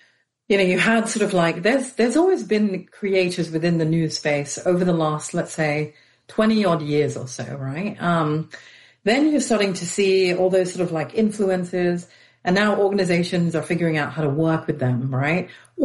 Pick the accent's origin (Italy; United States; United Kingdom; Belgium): United Kingdom; London; I'm a big Arsenal fan, sorry, but born and raised in London.